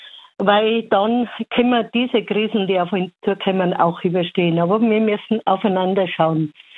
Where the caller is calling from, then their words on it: Salzburg, Austria; Aber wir Salzburger dürfen auch im Dialekt reden